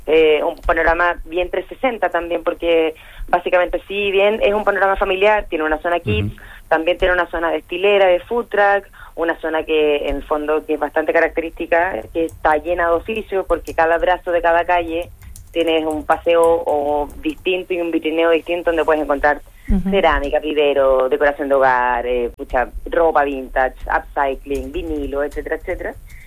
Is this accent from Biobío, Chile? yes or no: yes; Concepción, Biobío, Chile; now in Santiago, Chile; yo soy penquista